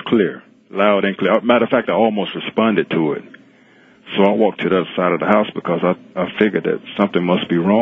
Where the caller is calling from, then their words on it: Georgia, United States; from Georgia.